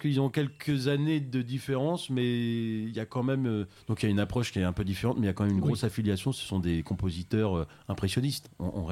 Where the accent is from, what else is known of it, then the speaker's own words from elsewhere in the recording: Chartres, Centre-Val de Loire, France; born there; Non, mais je suis né à Chartres, mais ma mère, elle est née à Héricourt.